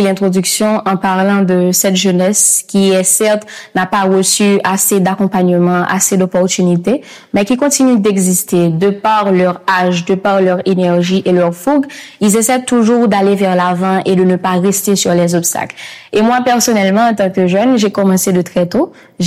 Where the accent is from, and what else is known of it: Haiti